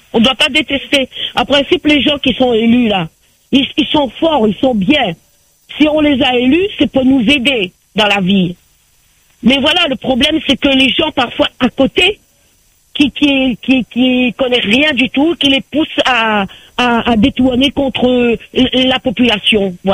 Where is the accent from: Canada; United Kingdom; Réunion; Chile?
Réunion; moved away; Moi, quand j'ai quitté la Réunion depuis là 19 ans, les choses n'ont jamais changé.